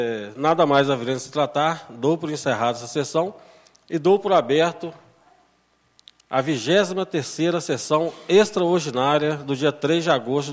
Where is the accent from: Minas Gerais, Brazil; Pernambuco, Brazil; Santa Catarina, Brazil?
Minas Gerais, Brazil; eu também sou de São José do Triunfo